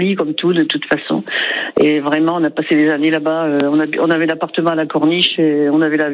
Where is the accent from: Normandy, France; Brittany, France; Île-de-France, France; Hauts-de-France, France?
Hauts-de-France, France; Boulogne-sur-Mer; also born or lived in Ariège / Sète; now in Albi, France; on est originaire de Boulogne-sur-Mer